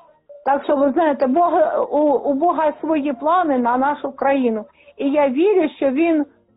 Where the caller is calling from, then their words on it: Kharkiv Oblast, Ukraine; Із Харківщини.